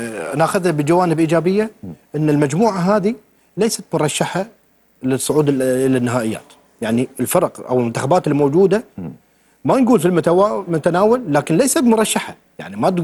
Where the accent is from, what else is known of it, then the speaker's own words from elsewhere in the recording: Qatar; عندنا في قطر